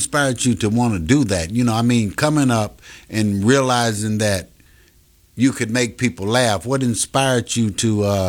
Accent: Chicago, Illinois, United States; When I grew up in Cabrini Green, it was just beautiful.

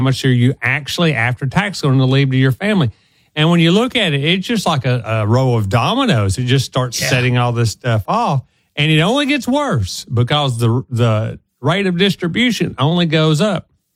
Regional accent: the South, United States; accent: Southern

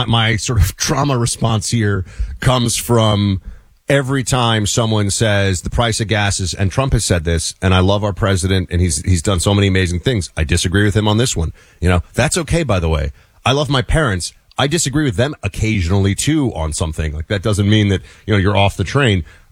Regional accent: New York City, New York, United States; I grew up in New York City.

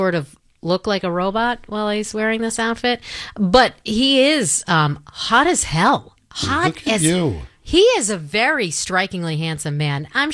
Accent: Massachusetts, United States; a New Englander, somebody who was born and raised in Massachusetts

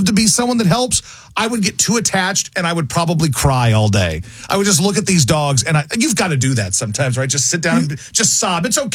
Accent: Baton Rouge, Louisiana, United States; I grew up in Baton Rouge, Louisiana.

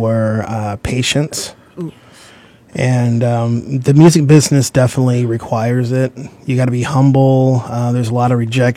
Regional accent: Fort Worth, Texas, United States; also born or lived in Austin; I'm from Fort Worth.

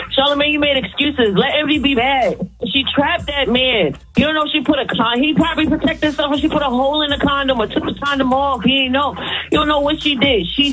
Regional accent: Brooklyn, New York, United States; I'm from Brooklyn.

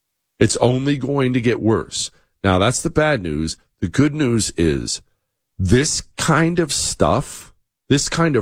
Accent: Bozeman, Montana, United States; Now, I grew up in Bozeman, Montana. It was relatively crime free.

